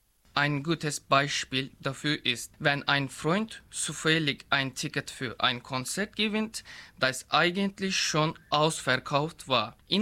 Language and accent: German; Turkey; German is a second language; ich komme aus der Türkei.